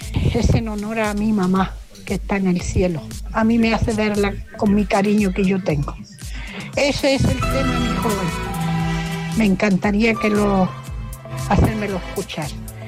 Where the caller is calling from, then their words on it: Horcón, Valparaíso, Chile; de Caleta de Orcón.